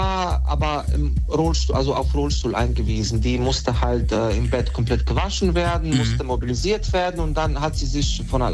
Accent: Bosnia & Herzegovina; German is a second language; now in Germany; Ich komme aus Bosnien.

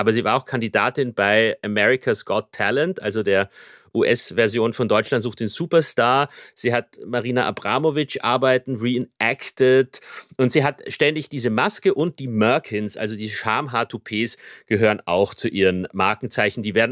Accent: Vienna, Austria; Sie ist ein Tausendsasser, wie man bei uns in Wien sagt.

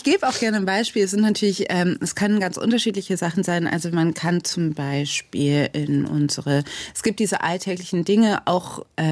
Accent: Cologne, North Rhine-Westphalia, Germany; ich bin Kölnerin, das heißt, in unseren Traditionen steckt es auch.

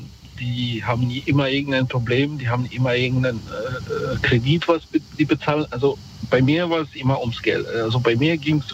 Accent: Romania; Also ich komme aus Rumänien ursprünglich.

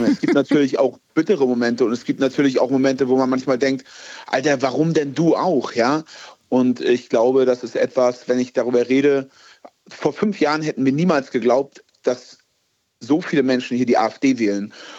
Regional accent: East Germany, Germany; ich komme aus dem Bundesland, wo das erste Mal die CDU es nicht mehr in den Landtag geschafft hat.

